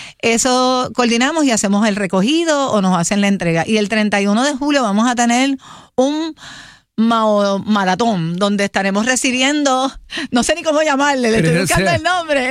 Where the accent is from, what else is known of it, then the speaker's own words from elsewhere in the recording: Puerto Rico; pero tú sabías, Rubén, que donde único le dicen en el mundo maones a esta pieza somos los puertorriqueños.